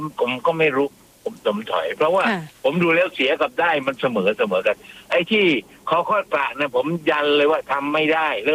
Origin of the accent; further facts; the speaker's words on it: Southern Thailand, Thailand; คือมันเป็นโอกาสของผมเป็นคนใต้แท้ๆเลยผมก็รักภาคใต้ผมก็เป็นกังวล